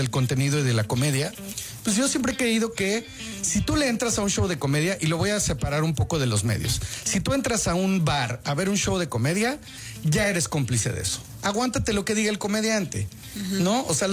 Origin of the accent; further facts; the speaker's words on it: Mexico; sobre todo para un país del tercer mundo como los mexicanos, ¿no?